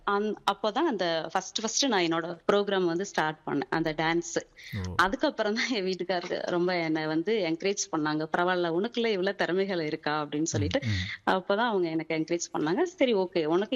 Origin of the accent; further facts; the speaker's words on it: Kallipatti, Tamil Nadu, India; born there; now in Govindapuram, Dindigul, India; நான் பிறந்தது வந்து கள்ளிப்பட்டி. நான் ஒரு கிராமத்துலதான் பிறந்தேன். ஆமா, கிராமத்துலதான் பிறந்தேன்.